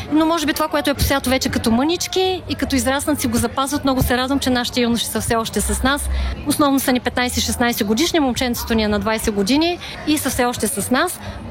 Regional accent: Gorna Oryahovitsa, Veliko Tarnovo Province, Bulgaria; now in Austria; участвахме в концерт, който ние организирахме в моя роден град Горна Оряховица

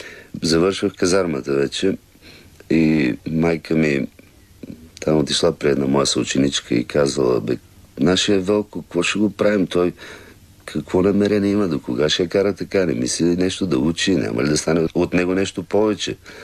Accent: Elhovo, Yambol Province, Bulgaria; moved away as an adult; Това се случи в Елхово, там някъде е станало началото. И доста дълго време се чувствах много добре в моя роден град. Някъде около 18-19 години живях там.

